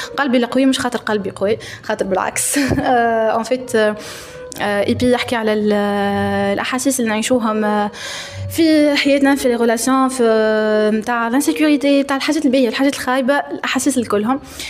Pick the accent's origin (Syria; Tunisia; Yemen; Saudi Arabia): Tunisia; انا اليوم تونسية الوحيدة في البروغراماسيون